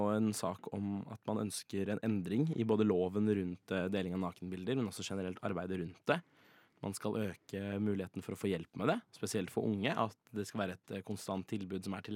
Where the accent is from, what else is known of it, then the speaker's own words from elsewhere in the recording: Trøndelag, Norway; Jeg kommer fra Trøndelag